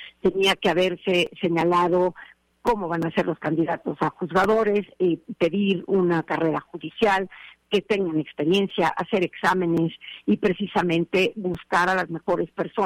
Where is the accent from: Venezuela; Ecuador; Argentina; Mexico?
Mexico; estamos en la mejor disposición de trabajar por nuestro México